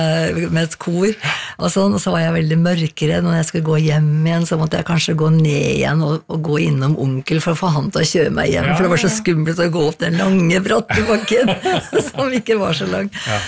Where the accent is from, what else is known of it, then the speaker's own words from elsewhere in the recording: Skreia, Innlandet, Norway; now in Asker, Norway; Det er liksom Toten, altså Skreia, er liksom der jeg vokste opp, ikke sant? Så det er liksom røttene mine. Ja. Og så har jeg bodd nå i Asker, mye lenger da.